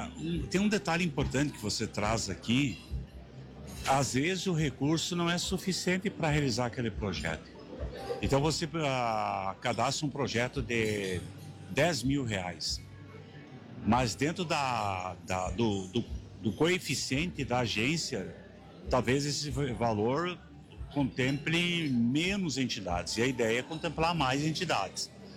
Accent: Brazil; nós, enquanto brasileiros

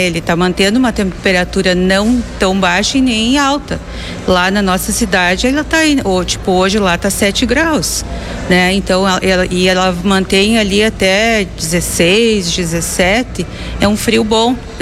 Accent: Segredos, Brazil; sou da cidade de Segredos.

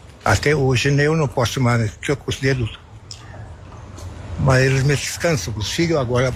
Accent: São Salvador do Sul, Rio Grande do Sul, Brazil; also born or lived in Caxias do Sul / Santa Lúcia do Piaí; now in Garibaldi, Brazil; Eu sou natural de Salvador, São Salvador na época, né? Hoje é município também, né? Mas era prefeitura, né?

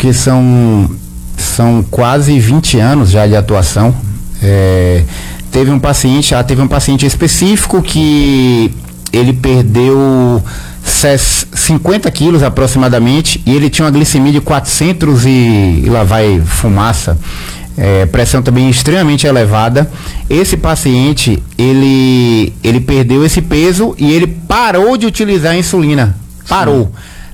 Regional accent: Salvador, Bahia, Brazil; Porque eu vim da SEASA Rio Vermelho. Meu pai é técnico laboratório, minha mãe técnico laboratório, sustentava 3 filhos.

